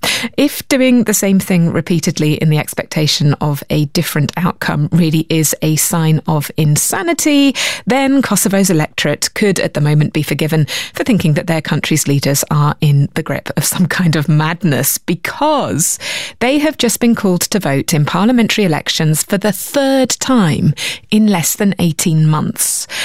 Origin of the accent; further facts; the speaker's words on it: United Kingdom; Finally, Jesse, as a British person, reading your long-form essay on this in The New Yorker, I had strong feelings of déjà vu.